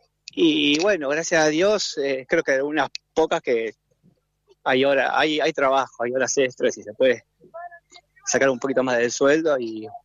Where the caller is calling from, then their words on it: Pablo Nogués, Buenos Aires Province, Argentina; hincha de San Miguel, pero soy de Nogués.